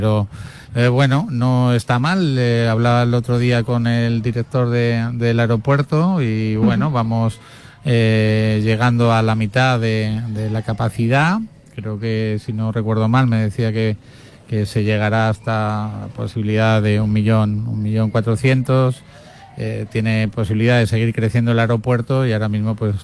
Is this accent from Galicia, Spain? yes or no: yes; Galicia, Spain; born there; now in Almería, Spain; Yo, que soy gallego de nacimiento y ahora me han acogido aquí.